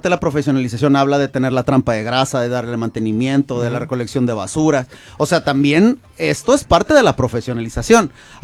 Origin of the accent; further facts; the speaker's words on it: Ensenada, Baja California, Mexico; yo soy de Ensenada y aquí crecí